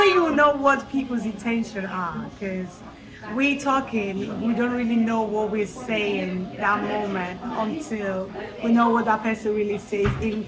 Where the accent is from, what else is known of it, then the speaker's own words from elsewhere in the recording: Thessaloniki, Central Macedonia, Greece; I'm a Greek Nigerian. I was born and raised in Thessaloniki, Greece, by Nigerian parents.